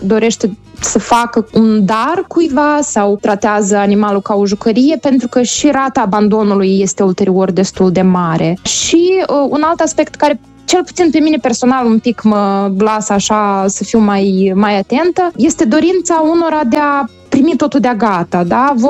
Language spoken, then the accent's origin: Romanian; Moldova; Și cred că la capitolul acesta noi, ca moldoveni, avem încă multe de învățat, să fim mai empatici.